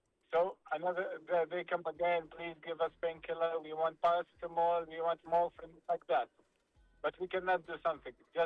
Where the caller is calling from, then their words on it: Riyadh, Riyadh Province, Saudi Arabia; I'm coming from Riyadh.